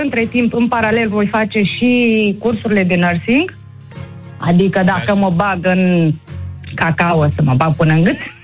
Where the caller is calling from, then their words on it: Pitești, Argeș, Romania; Din Pitești, dragilor.